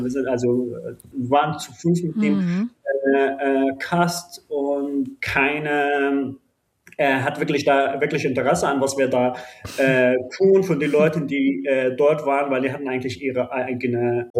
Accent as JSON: {"language": "German", "country": "Syria", "said": "Wir arbeiten daran als syrische Filmemacher und Macherin. Für mich war es wichtig, dass das also meine Heimat in dieser Zeitphase begleite"}